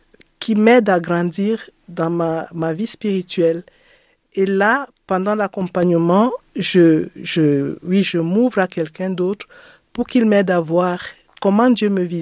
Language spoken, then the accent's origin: French; Cameroon; moved away as an adult; now in France; quand j'étais dans mon pays au Cameroun.